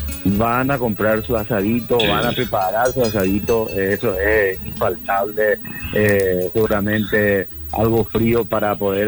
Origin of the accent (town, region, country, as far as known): Paraguay